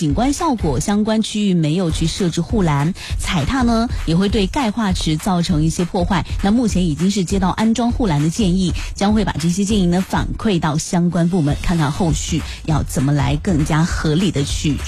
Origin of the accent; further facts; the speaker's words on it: southern China, China; now in Qingdao, China; 因为我是南方人，可能我从小喝的绿豆汤都是加糖的